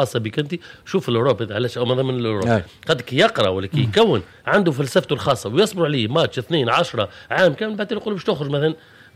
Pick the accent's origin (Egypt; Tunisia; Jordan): Tunisia; انا اونترنور تونسي بصراحه